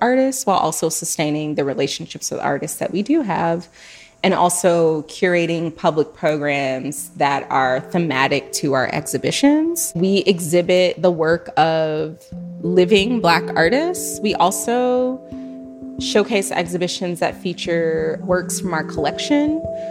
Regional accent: Illinois, United States; also born or lived in Chicago; I was born in Chicago. I grew up in the Northwest suburbs

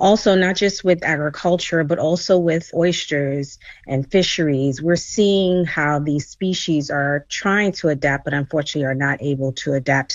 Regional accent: Gambia; born there; You know, I was born in the Gambia. I live in the Gambia. My children are Gambians. My husband is Gambian.

